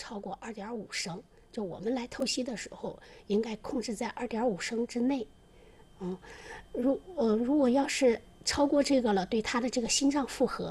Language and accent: Chinese; Dalian, Liaoning, China